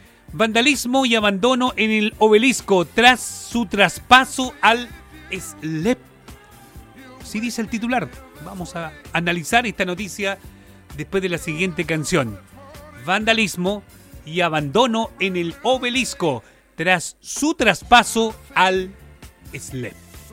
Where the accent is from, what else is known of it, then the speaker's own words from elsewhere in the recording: Chile; Somos buenos los chilenos para achicar las cosas. Que es parte de la cultura, de la idiosincrasia nuestra.